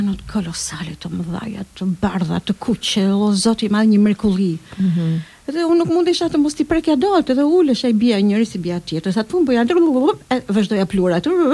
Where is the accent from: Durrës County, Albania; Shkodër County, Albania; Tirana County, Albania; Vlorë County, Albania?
Durrës County, Albania; Durrës; ndje më shumë Gjirokastrite se sa Durrësake, që ditërisht, sepse jam lindur e rritur në Durrës, po ndjem Gjirokastrite në genet e mija, kam në genet.